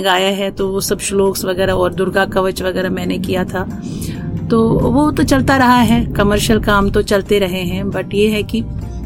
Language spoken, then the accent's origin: Urdu; Jammu and Kashmir, India; یہ میری بھاگی کی بات ہے کہ میں کشمیر سے جڑی ہوں, میں کشمیری ہوں, کشمیری پنڈت ہوں. تو ہمارے خون میں ہی دوڑتا ہے وہ سب پوئٹری جو ہماری ہے.